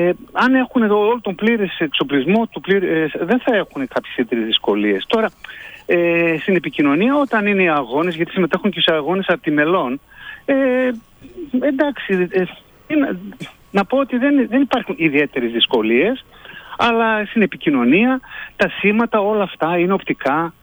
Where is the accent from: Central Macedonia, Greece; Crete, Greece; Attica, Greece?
Central Macedonia, Greece; Thessaloniki; Εγώ είμαι από Θεσσαλονίκη. Η καταγωγή του πατέρα μου είναι από Σέρες.